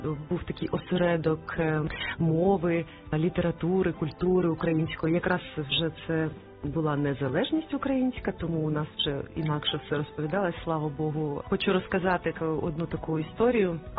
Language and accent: Ukrainian; Kyiv, Ukraine; Я народилася в Києві. В звичайній родині мама викладала в університеті, тато працював в правоохоронних органах. Я навчалася в школі, в українській